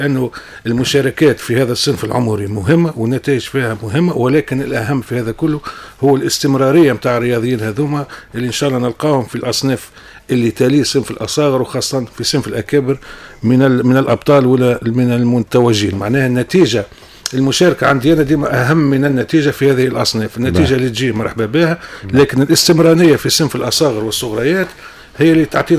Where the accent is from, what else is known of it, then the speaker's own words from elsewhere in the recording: Tunisia; عندنا في تونس؟